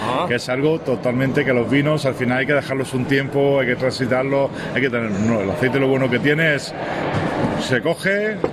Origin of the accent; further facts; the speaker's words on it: Andalusia, Spain; conozcáis nuestra provincia. Nuestra provincia es un mar de aceite, es un mar de olivos y además tiene ciudades patrimonio de la humanidad como Úbeda y Baeza. Tenemos una catedral en Jaén que es una maravilla